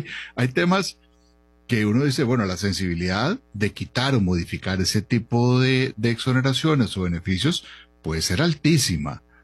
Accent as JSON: {"language": "Spanish", "country": "Costa Rica"}